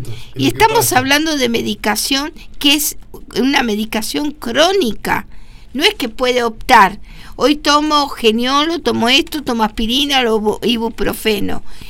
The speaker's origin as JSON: {"language": "Spanish", "country": "Argentina", "said": "como ciudadanos, como argentinos"}